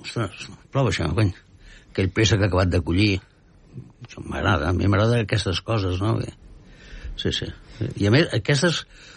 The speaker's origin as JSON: {"language": "Catalan", "region": "Catalonia", "country": "Spain", "said": "Jo soc molt català"}